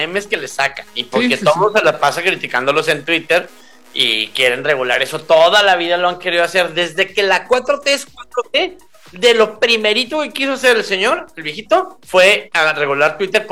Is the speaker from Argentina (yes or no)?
no; Mexico; Yo soy mexicano y yo acepto mi realidad.